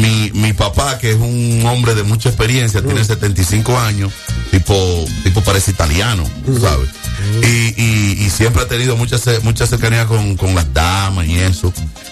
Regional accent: Dominican Republic; now in United States; que soy dominicano 100%.

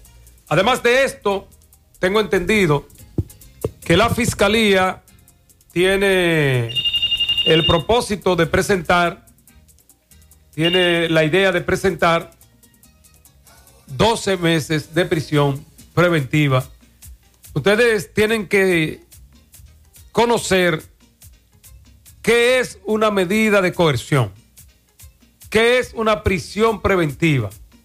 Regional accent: Dominican Republic; born there; moved away; Ahí fue que cortaron mi ombligo umbilical. Yo soy de las lagunas.

